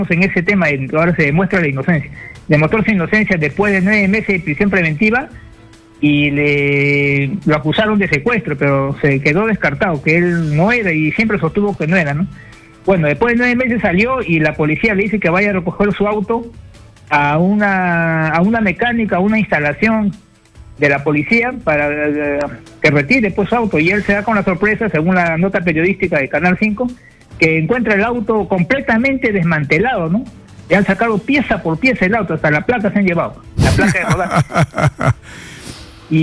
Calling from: Lima, Peru; de acá del distrito de San Juan de Miraflores

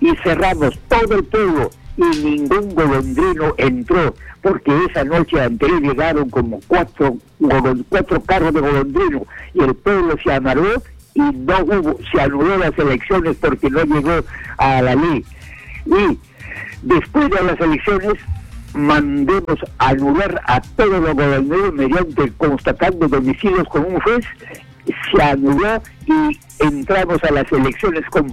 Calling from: San Cristóbal de Rajan, Ancash, Peru; de Ancash, de un distrito, San Cristóbal de Raján.

